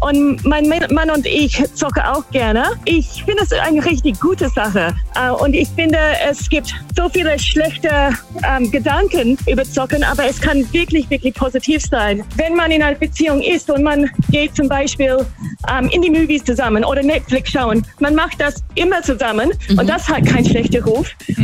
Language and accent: German; Australia; German is a second language; Nee, eigentlich nicht. Ich komme aus Australien.